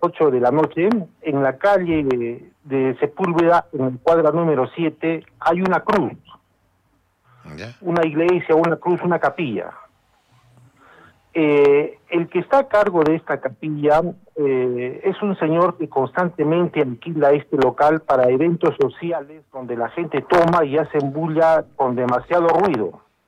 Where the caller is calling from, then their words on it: Peru; Yo soy vecino de Miraflores, de la calle Chorrillos.